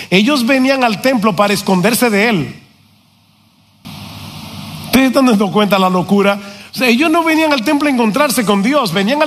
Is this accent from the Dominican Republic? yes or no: yes; San Juan de la Maguana, San Juan, Dominican Republic; born there; Yo nací en San Juan de la Maguana.